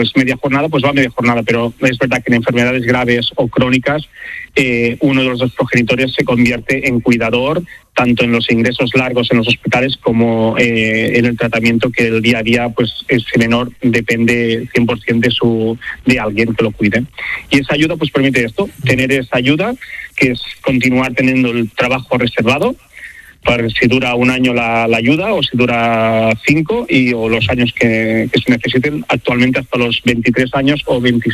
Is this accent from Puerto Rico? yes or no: no; Catalonia, Spain; now in Barcelona, Spain; nosotros somos de la Garrocha, de la comarca allí a lo alto de Cataluña